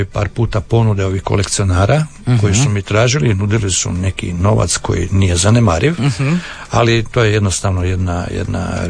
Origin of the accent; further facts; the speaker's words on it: Croatia; Problem je da ja dolazim iz Hrvatske, iz jedne redakcije koja nije baš ono...